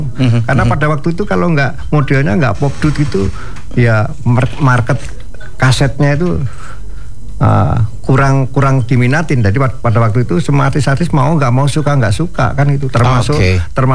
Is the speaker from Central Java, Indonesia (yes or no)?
yes; Surakarta, Central Java, Indonesia; now in Jakarta, Indonesia; Tapi hampir rata-rata saya menciptakan lagu itu setelah saya hijrah ya, habis dari kota Solo ke Jakarta.